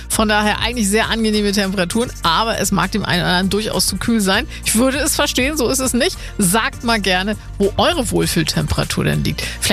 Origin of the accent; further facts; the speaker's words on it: Schleswig-Holstein, Germany; dass man mal wieder durchgepustet wird als Schleswig-Holsteiner.